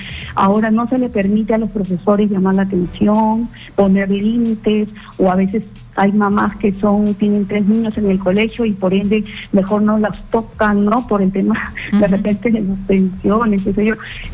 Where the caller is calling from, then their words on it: Chaclacayo, Lima, Peru; De Chaclacayo, ….